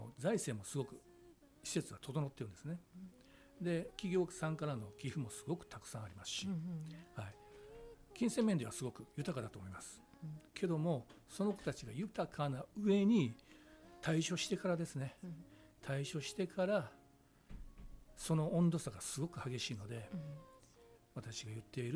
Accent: Osaka, Japan; born there; also born or lived in Kumamoto; 児童養護施設出身なんですね。で当事者であり その、そこから5歳の時に母親が迎えに来まして、で大阪に来ました。熊本だったんですけども

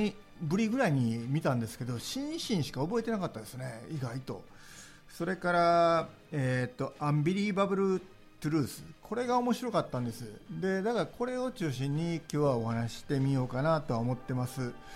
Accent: Kobe, Hyogo, Japan; born there; この番組は神戸生まれで神戸を愛するキャリアコンサルタントでフリーライターの … が日常で感じたことをお届けする30分番組です。

